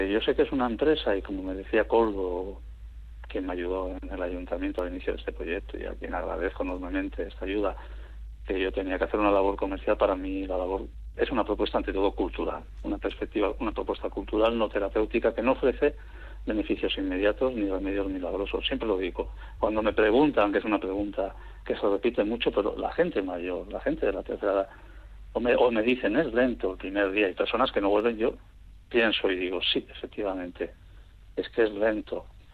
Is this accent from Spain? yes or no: yes; Bermeo, Basque Country, Spain; also born or lived in Barcelona; con mis raíces y con estos proyectos que me llevaron aquí a mi tierra, a Bermeo principalmente, donde fui a parar después de marchar de Barcelona.